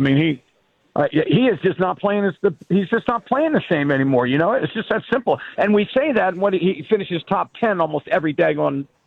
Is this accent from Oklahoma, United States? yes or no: yes; Oklahoma, United States; I said, "I'm from Oklahoma. How about you?"